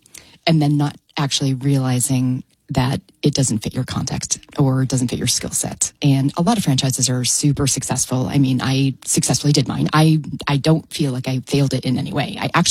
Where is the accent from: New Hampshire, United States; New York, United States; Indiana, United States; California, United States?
New Hampshire, United States; moved away as an adult; now in Boise, United States; And what's interesting is I came from New Hampshire at the time. So we moved here in 2013 to Boise